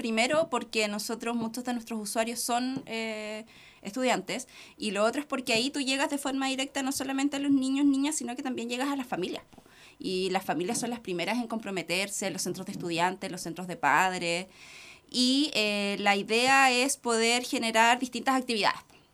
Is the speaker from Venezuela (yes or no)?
no; Chile; estamos todos como chilenos muy agradecidos.